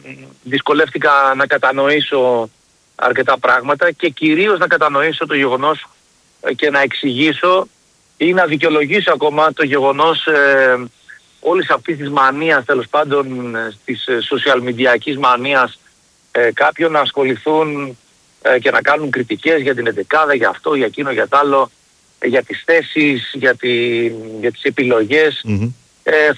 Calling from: Greece

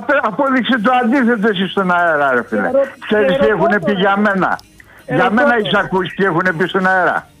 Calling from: Platamonas, Central Macedonia, Greece; είμαι από τον Πλαταμόνα.

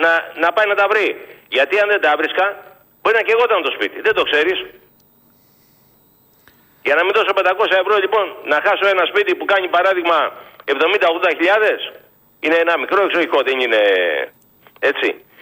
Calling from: Megara, Attica, Greece; είμαι κανένα χιλιόμετρα από τη Λούπα.

